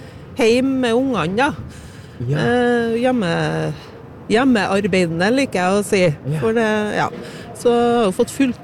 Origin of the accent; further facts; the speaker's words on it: Trøndelag, Norway; Ja, der det 60-70 innbyggere, der jeg kommer fra da, det hjemgården min, så det en trøndersk gårdsbruk.